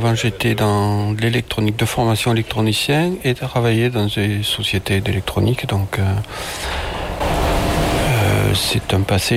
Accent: Occitanie, France; now in Millau, France; je tenais absolument à rester sur Millau puisque c'était une région que j'adore, quoi. Je suis moi-même lotois d'origine, donc je suis un peu voisin. Disons que j'étais venu sur Millau finalement pour... c'est l'attrait du vol libre, je faisais du deltaplane. Et donc je me suis installé à Millau pour ça.

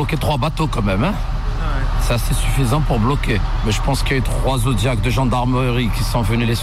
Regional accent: Ajaccio, Corsica, France; born there; Moi, je suis d'origine marocain. Je suis né en Corse, ici, à Ajaccio, ici, juste là. Voilà. Moi, je suis né ici, je connais quasiment tout le monde ici à Ajaccio.

